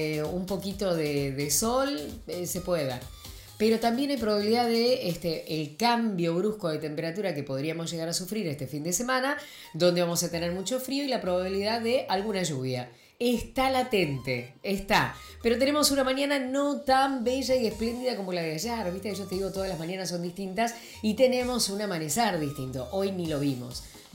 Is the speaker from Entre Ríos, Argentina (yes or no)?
yes; Entre Ríos, Argentina